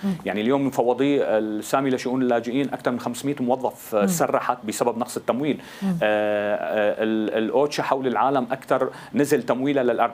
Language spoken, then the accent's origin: Arabic; Syria; نحن كسوريين